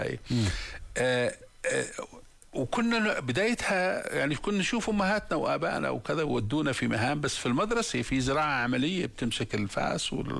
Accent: Aima, Tafilah Governorate, Jordan; كل الأشجار الحرجية اللي مزروعة حول قريتنا عيمة، احنا زرعناها واحنا طلاب

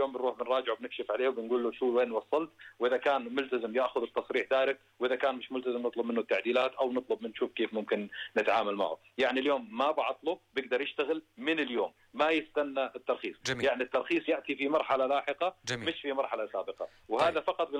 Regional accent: Jordan; إحنا كانت عندنا بالأردن

